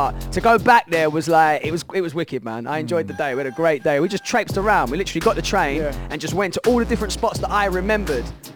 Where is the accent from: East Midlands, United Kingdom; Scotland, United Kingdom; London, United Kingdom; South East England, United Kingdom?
South East England, United Kingdom; Aylesbury; born there; moved away; also born or lived in Essex; When my mum and dad split up, I moved with my dad to Aylesbury when I was about six.